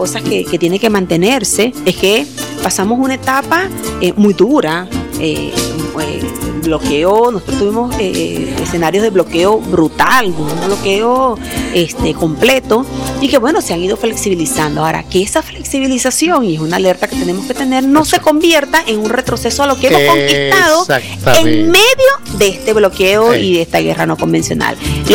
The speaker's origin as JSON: {"language": "Spanish", "country": "Venezuela"}